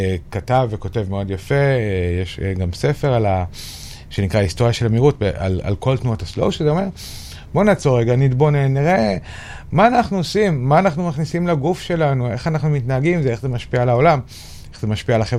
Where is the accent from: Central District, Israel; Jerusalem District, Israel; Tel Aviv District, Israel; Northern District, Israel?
Jerusalem District, Israel; Jerusalem; moved away; נולדתי וגדלתי בירושלים, רק אחר כך עברנו לערים שמחוץ לירושלים.